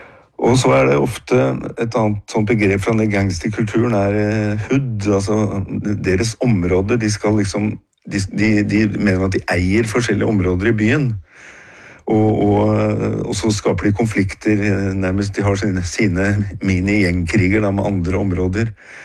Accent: Oslo, Norway; Det går jo en lang linje fra da jeg ble født og vokste opp i Groruddalen i nye blokker der.

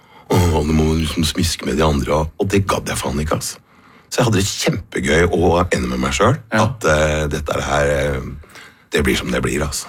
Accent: Innlandet, Norway; born there; accent: Hedmarking; also born or lived in Finnmark; og så var det på Hedmarken, og der slo jeg om til Hedmarking

